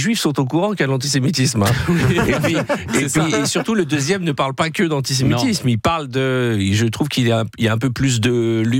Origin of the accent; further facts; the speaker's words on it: France; Je sais pas, moi je suis français, moi je m'occupe pas de la politique israélienne.